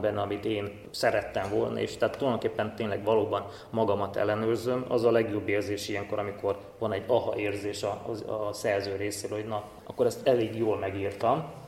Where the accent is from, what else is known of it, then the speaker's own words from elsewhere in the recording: Fugyivásárhely, Bihor, Romania; also born or lived in Oradea (Nagyvárad), Romania; Én nagyváradi születésű vagyok, Fugyivásárhelyen nőttem fel.